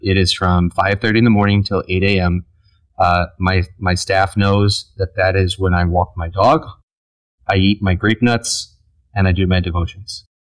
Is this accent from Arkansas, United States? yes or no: no; Edwardsville, Illinois, United States; moved away as an adult; Edwardsville was the best. I loved growing up there. I don't recognize it anymore, because when I left in 88, it was like 12.5, and now it's like 40,000.